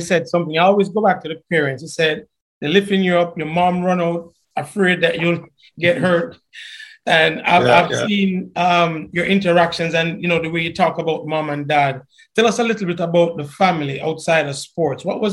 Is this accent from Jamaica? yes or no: yes; Jamaica; The family is everything. Growing up in Jamaica, family is everything.